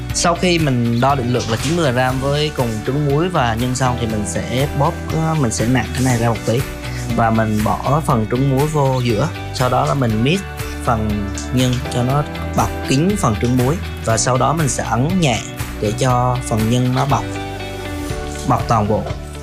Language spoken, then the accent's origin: Vietnamese; Buon Ma Thuot, Dak Lak, Vietnam